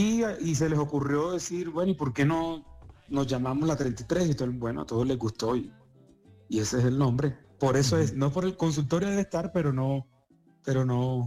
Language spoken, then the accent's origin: Spanish; Montería, Córdoba, Colombia; now in Bogotá, Colombia; Donde confluye, por ejemplo, yo soy de Montería